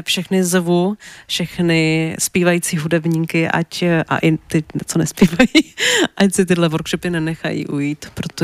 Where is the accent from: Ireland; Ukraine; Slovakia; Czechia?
Czechia; Jablonec nad Nisou, Liberec Region; já jsem se narodila v Jablonci nad Nisou a no, mám to tam ráda.